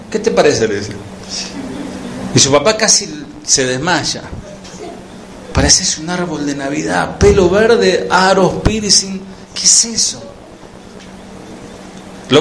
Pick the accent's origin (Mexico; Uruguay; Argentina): Argentina; born there; la Iglesia de Dios en Argentina, allí donde nosotros nacimos.